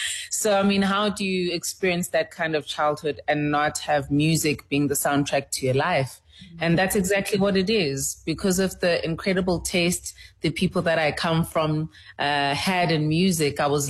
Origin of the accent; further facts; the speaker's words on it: Pietermaritzburg, KwaZulu-Natal, South Africa; also born or lived in Durban; being a coastal girl, because I was born in KZN and Durban, raised in Pietermaritzburg.